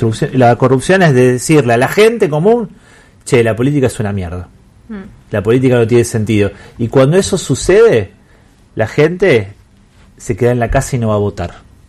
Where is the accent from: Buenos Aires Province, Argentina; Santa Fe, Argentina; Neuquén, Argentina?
Santa Fe, Argentina; nos terminamos siendo cargo los santafesinos de que eso suceda.